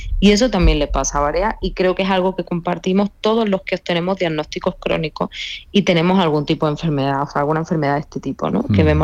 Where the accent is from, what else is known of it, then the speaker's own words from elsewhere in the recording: Andalusia, Spain; reivindicar lo andaluz en la cultura también que consumimos, en la literatura que leemos como andaluces.